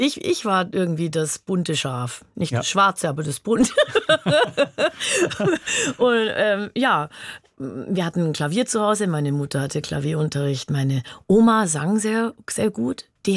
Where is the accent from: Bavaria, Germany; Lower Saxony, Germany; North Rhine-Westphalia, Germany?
Bavaria, Germany; Günzburg; Ich bin in Günzburg an der Donau aufgewachsen. Das ist ein kleines, eine große Kreisstadt des Landkreises Günzburg mit ungefähr 20.000 Einwohnern.